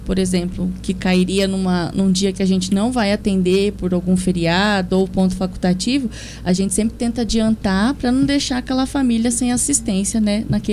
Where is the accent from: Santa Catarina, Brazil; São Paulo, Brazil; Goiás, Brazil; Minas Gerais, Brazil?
São Paulo, Brazil; moved away as an adult; also born or lived in Ribeirão Preto; voltar aqui para a minha cidade natal, de Montreal